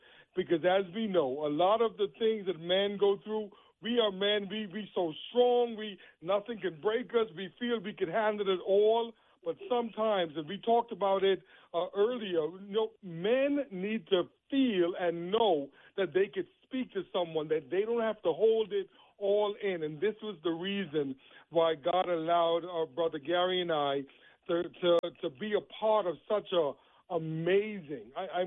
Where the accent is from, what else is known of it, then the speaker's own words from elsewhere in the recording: Bahamas; moved away as an adult; also born or lived in Alabama; now in North Carolina, United States; So I'm originally from the Bahamas, and now I left the Bahamas, I went to school in Alabama, ended up moving from Alabama because they called me down to North Carolina